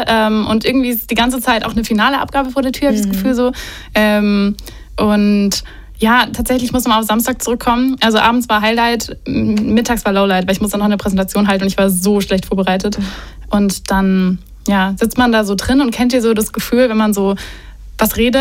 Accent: Swabia, Germany; ich bin Schwabe

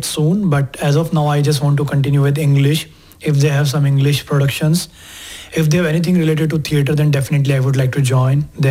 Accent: India; moved away as an adult; now in Germany

